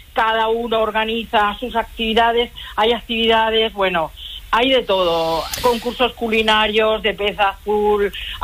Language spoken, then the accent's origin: Spanish; Zaragoza, Aragon, Spain; now in Granollers, Spain; Yo soy de Zaragoza, pero hace muchos años que vivo aquí.